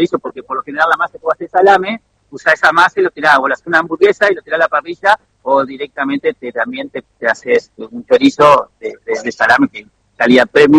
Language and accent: Spanish; Viale, Entre Ríos, Argentina; born there; yo acá a 50 kilómetros tengo, donde nací en Viales, tengo un ciclo 2, un pequeño lugar donde procesamos la carne.